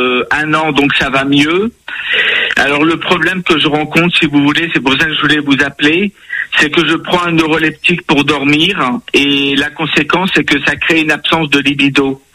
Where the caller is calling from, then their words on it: Strasbourg, Grand Est, France; j'habite sur Strasbourg en Alsace.